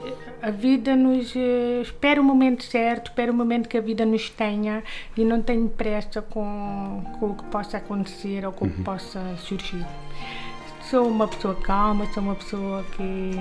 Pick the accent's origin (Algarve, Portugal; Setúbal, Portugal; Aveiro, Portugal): Algarve, Portugal; Faro; sou de Faro, mãe, 2 filhas e avó também.